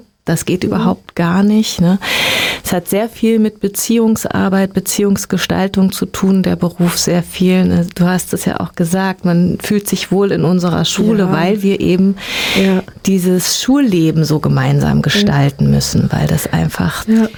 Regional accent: Berlin, Germany; auch schon damals als Kind in Berlin in Wohnheim. Also ich bin quasi mit Menschen mit besonderen Fähigkeiten aufgewachsen.

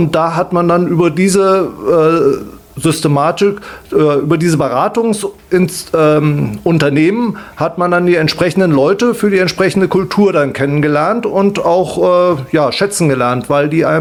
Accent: Wanfried, Hesse, Germany; Und ich komme gebürtig aus Wanfried. Bin dort geboren.

